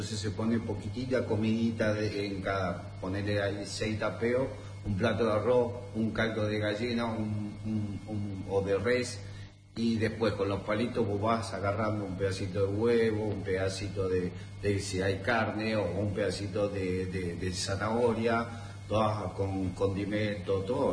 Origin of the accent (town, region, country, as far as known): Mendoza, Argentina; born there; also born or lived in Korea